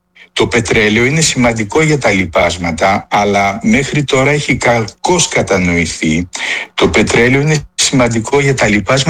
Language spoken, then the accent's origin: Greek; Athens, Attica, Greece; born or raised there